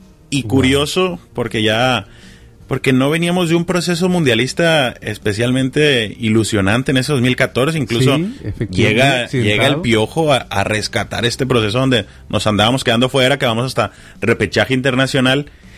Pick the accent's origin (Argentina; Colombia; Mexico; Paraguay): Mexico; todos como mexicanos supimos abrazar ese no era penal